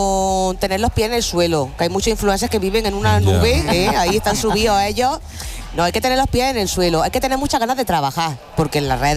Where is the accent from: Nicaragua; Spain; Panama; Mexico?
Spain; Guadix, Andalusia; yo te voy a decir que te vayas a Guadí, que es mi pueblo.